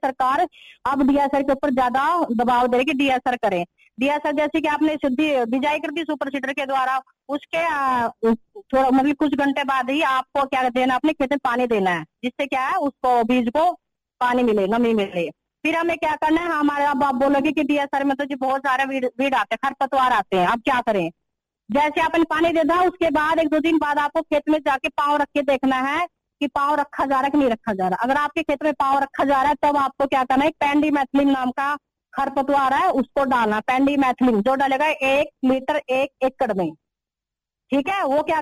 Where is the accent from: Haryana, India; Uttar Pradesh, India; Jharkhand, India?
Haryana, India; जैसे मैं हरियाणा से हूँ